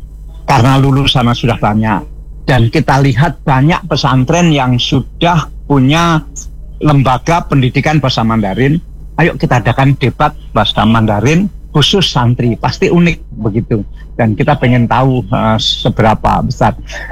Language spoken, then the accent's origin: Indonesian; Surabaya, East Java, Indonesia; Saya juga bangga sebagai orang Surabaya.